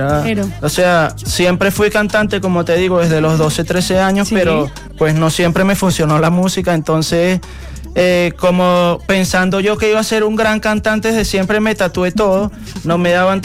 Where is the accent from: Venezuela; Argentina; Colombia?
Venezuela; para nosotros como venezolanos